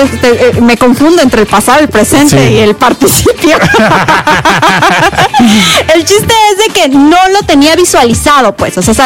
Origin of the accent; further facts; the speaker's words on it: Mexico City, Mexico; moved away as an adult; soy de Ciudad de México y quien me trajo a vivir aquí es mi actual esposo.